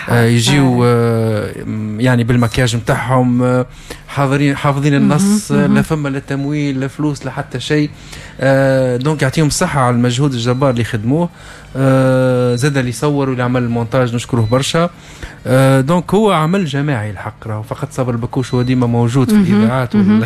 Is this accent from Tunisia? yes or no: yes; Tunisia; هو تونسي الفيلم احنا كتونسة نفهموه نفهموا تاريخ بلادنا ولهجتنا وكل شيء